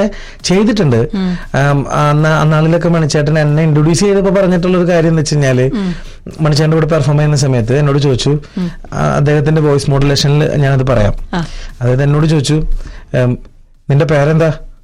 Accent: Chalakudy, Kerala, India; ഞാനൊരു ചാലക്കുടിക്കാരനാണെന്ന് പറയുന്നതിൽ എനിക്ക് ഭയങ്കര അഭിമാനമാണ്.

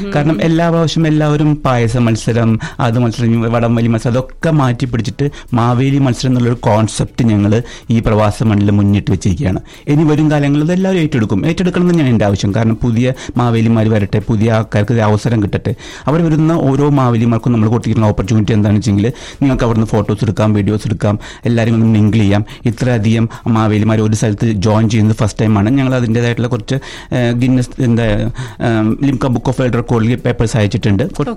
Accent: Thrissur, Kerala, India; moved away; അത് നമ്മുടെ തൃശ്ശൂരിൻ്റെ ഒരു ഭാഗ്യമാണ്.

